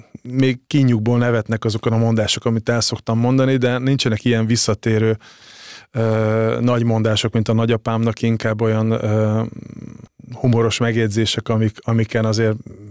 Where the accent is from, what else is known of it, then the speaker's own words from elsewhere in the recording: Hungary; moved away as an adult; also born or lived in Italy; nem csak én, hanem jó néhány magyar társam olasz állampolgárságot vett fel abban az időben, és játszottunk olaszként